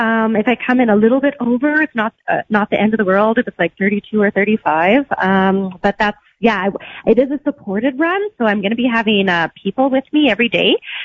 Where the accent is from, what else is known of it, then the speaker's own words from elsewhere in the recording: Flin Flon, Manitoba, Canada; born there; And then I was born in Finflon in the Canadian Shield.